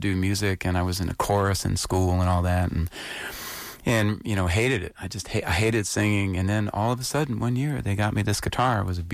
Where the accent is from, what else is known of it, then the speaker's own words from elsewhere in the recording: Connecticut, United States; Connecticut.